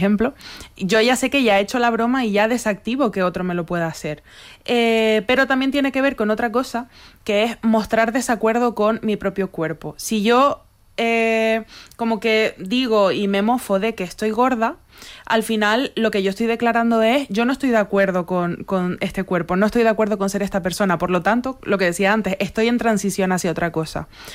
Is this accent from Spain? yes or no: yes; Canary Islands, Spain; Yo como persona canaria esto lo vivo muchísimo, el haber empezado a escribir hablando en peninsular y luego cómo voy a hablar de mi pueblo en otro lenguaje, ¿no? Que no sea el mío.